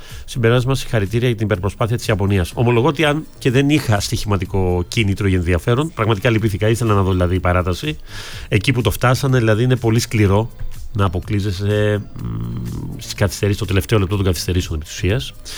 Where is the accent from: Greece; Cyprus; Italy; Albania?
Greece; Ithaca, Ionian Islands; Καλό μεσημέρι σου εύχεται και εσένα … από το νησί του Οδυσσέα, την Ιθάκη